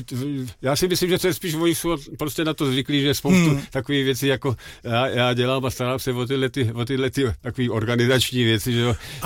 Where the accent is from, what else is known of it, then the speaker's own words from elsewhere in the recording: Karlovy Vary, Karlovy Vary Region, Czechia; accent: Karlovy Vary; also born or lived in Velké Losiny; Já jsem se narodil na cestě ve Velkých Losinách, ale mládí jsem strávil v Karlových Varech.